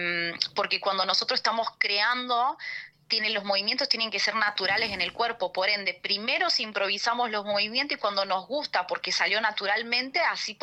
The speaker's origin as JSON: {"language": "Spanish", "country": "Argentina", "tie": "born there", "said": "Por ende, yo mamé de muy chiquita tango y mi abuelo escuchaba tango y bueno, nací en Argentina, o sea que el tango es algo familiar para mí."}